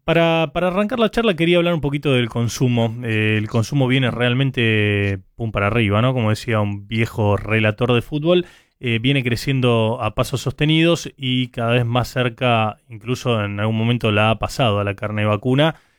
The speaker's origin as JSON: {"language": "Spanish", "country": "Argentina", "said": "Entonces lo incorporé ya en mi familia, como muchos argentinos."}